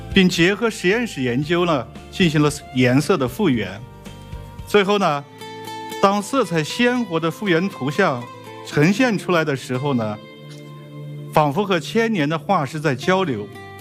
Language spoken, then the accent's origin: Chinese; China